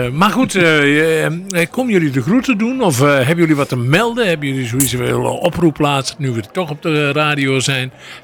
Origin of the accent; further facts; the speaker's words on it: Gelderland, Netherlands; Ik kom uit de Achterhoek